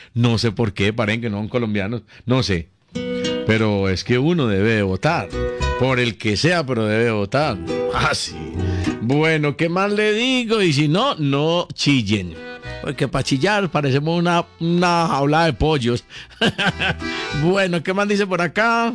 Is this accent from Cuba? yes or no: no; Colombia; Claro, somos colombianos y tenemos que elegir nuestro presidente. Somos colombianos.